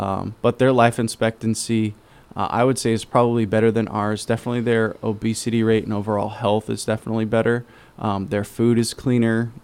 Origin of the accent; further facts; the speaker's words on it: United States; Growing up in America and just being so used to this American culture